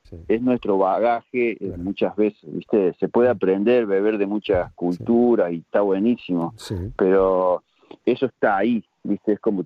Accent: Córdoba, Argentina; Sí, bueno, mira, en mi caso, yo soy de Córdoba, Argentina

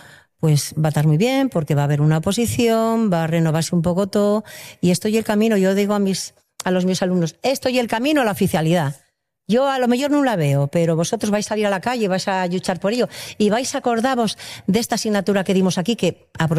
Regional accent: Avilés, Asturias, Spain; Conocieronse aquí, bueno, yo nací aquí, nací en Avilés, soy avilesina, soy asturiana como la que más.

